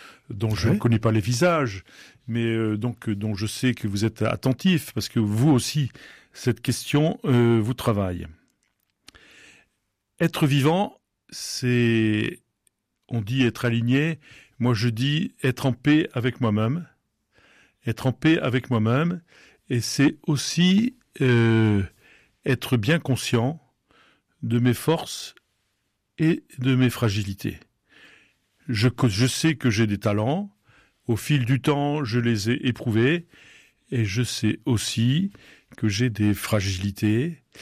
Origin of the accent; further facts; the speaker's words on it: Nouvelle-Aquitaine, France; moved away; Sédentaire et nomade. Les Charentes, c'est mon lieu de départ et mon lieu d'arrivée.